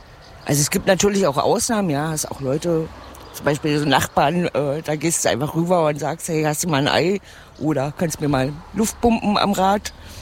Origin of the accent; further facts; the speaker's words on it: Miestel, Saxony-Anhalt, Germany; Ich komme aus Miestel, das ist mitten im Drömmling in der Altmark. Ja, da komme ich her. Ja, ist halt alles wahnsinnig ländlich, ne?